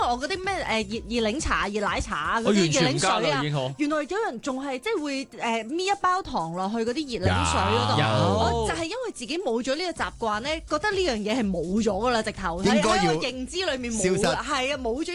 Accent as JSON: {"language": "Cantonese", "country": "Hong Kong"}